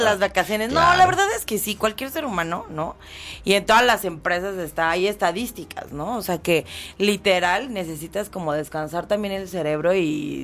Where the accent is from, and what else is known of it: Mexico